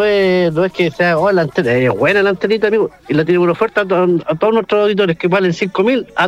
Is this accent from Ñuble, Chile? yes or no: yes; Ñuble, Chile; De aquí me crié de los 3 años en adelante.